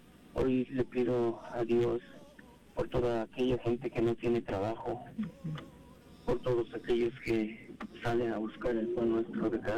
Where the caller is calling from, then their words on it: Illinois, United States; hablo de Illinois.